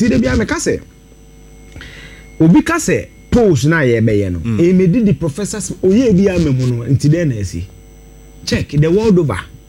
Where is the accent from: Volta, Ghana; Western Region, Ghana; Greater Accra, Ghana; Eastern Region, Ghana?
Eastern Region, Ghana; I grew up in the Eastern region, born and bred, and I'm come from the Eastern region.